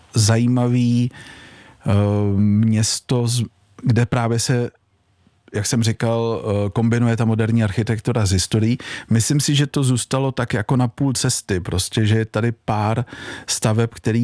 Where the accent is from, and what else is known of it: Prague, Czechia; born or raised there